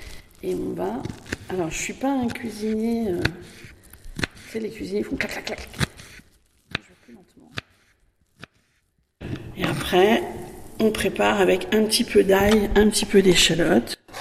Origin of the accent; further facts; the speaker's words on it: Brittany, France; Chez nous, en Bretagne en tout cas, sur les côtes